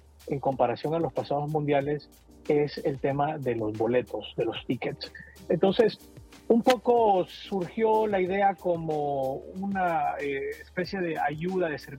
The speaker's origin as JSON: {"language": "Spanish", "country": "Honduras", "moved": "yes", "lives_now": "Washington, United States", "said": "yo soy de Honduras y hace muchos años, ya la mitad de mi vida la llevo en este bello país, en Estados Unidos y en particular en Washington. Bueno, vine por todo tipo de temas, estudios, luego trabajo."}